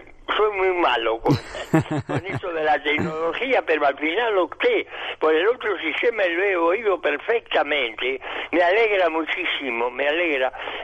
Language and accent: Spanish; Argentina; es un orgullo para quienes somos argentinos de origen vasco y conscientes de nuestras raíces